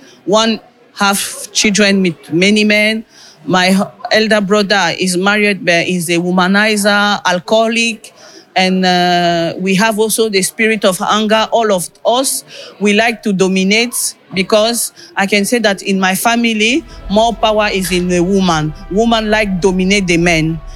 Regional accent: Belgium; I come from Belgium.

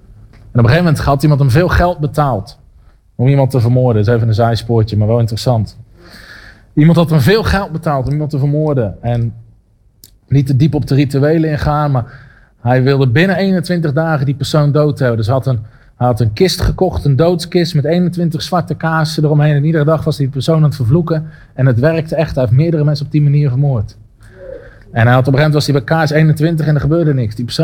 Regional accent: Netherlands; als Nederlanders zijn we dat helemaal niet gewend.

